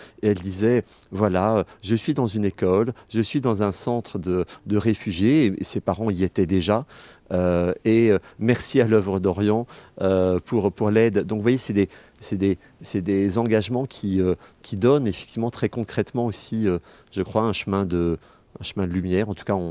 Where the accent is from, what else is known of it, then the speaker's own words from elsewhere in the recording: France; nous sommes français